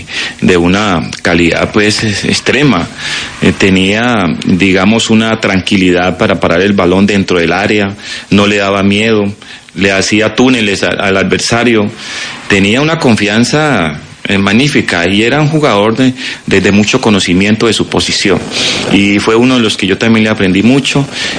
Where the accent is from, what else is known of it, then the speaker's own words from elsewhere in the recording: Candelaria, Valle del Cauca, Colombia; also born or lived in Cali; ahorita estamos acá en Candelaria nuevamente. Es mi pueblo, donde yo nací, me crié, estoy con mi gente, mi familia